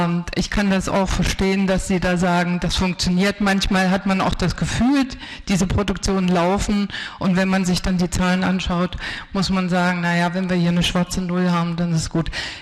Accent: Halle, Saxony-Anhalt, Germany; ich komme aus dieser Gegend, ich habe in Halle studiert, Halle ist meine Heimatstadt. Ich bin hier tief verwurzelt

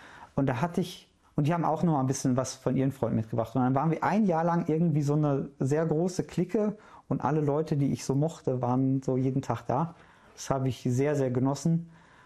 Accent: Duisburg, North Rhine-Westphalia, Germany; kurze Antwort ist, ich komme aus Duisburg, die lange ist halt, ich bin viel umgezogen.

